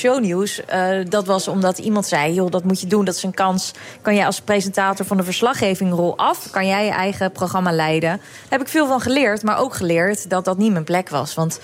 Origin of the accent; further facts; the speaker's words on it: The Hague, South Holland, Netherlands; Ik ben oorspronkelijk een Hagenees, maar ondertussen ben ik een Hagenaar.